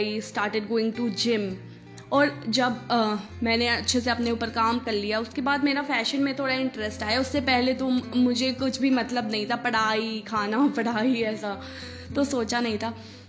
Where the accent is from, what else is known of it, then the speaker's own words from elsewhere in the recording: Bihar, India; मैं बिहार से बिलोंग करती हूँ।